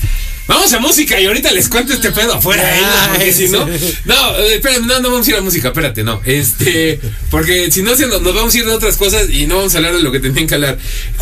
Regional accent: Puebla, Mexico; nosotros como poblanos

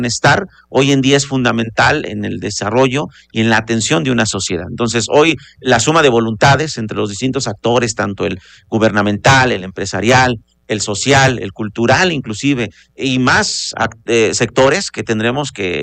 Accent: Puebla, Mexico; somos parte de la Mixteca, vecinos de la Mixteca. Yo soy originario del municipio de Toixtepec, allá en la parte de Tecamachalco, Tepeaca, Acatzingo, de esa zona. No obstante, nos identificamos con la región Mixteca.

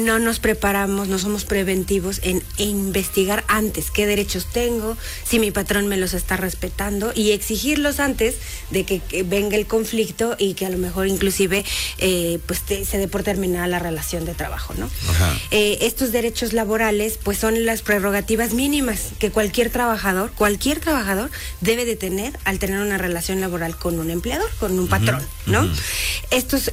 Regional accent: Mexico

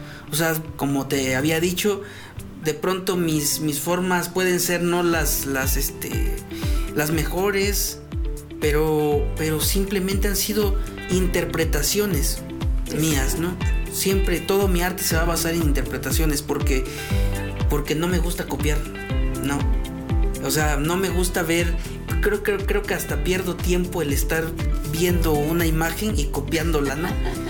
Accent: Oaxaca, Mexico; mi comunidad se llama Quiotepec, significa cerro de quiotes, pero también algo que tenemos muy presente es que todo el tiempo hace un viento extremo

